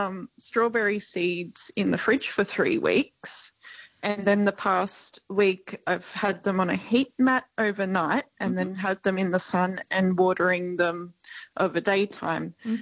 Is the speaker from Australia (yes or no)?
yes; Newcastle, New South Wales, Australia; born there; also born or lived in Toronto; now in Spencer, Australia; I was born in Newcastle, lived in Toronto, I've recently moved to Spencer, which is lovely.